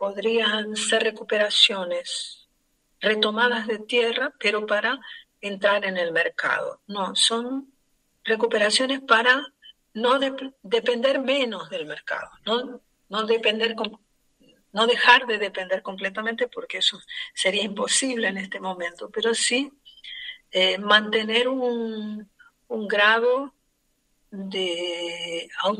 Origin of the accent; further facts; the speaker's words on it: Argentina; born there; nací en Argentina y mi familia era de trabajadores de fábrica, obrero, la gran mayoría.